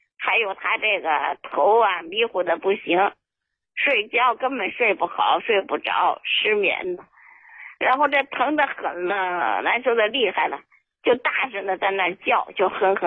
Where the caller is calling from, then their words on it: Anshan, Liaoning, China; 我是鞍山的。